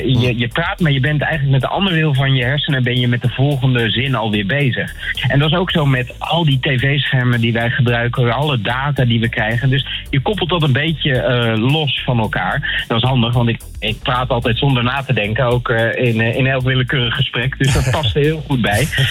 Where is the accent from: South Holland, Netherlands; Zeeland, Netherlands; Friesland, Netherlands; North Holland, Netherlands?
North Holland, Netherlands; Zandvoort; dit is ook de plek waar ik ben opgegroeid op Zandvoort.